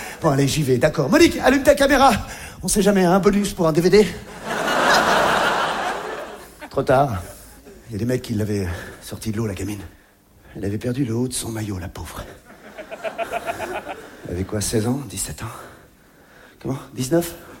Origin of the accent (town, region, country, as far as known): Grand-Quevilly, Normandy, France; born or raised there